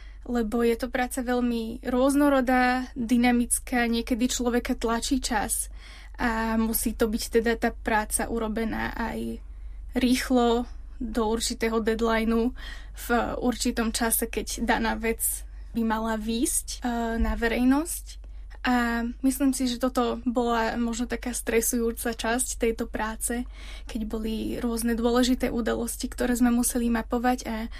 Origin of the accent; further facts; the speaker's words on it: Bratislava, Bratislava Region, Slovakia; Tak pochádzam z Bratislavy. Tam som aj študovala bakalára aj magistra v odbore prekladateľstvo a tlmočníctvo. A momentálne som doktorantka v odbore talianska lingvistika.